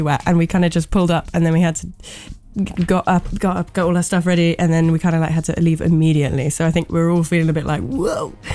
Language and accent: English; South West England, United Kingdom; I like grew up, I'm from Cornwall.